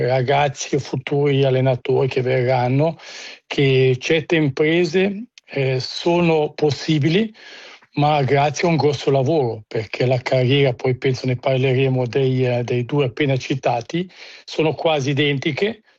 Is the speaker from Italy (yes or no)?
no; Ticino, Switzerland; siamo ticinesi, siamo in minoranza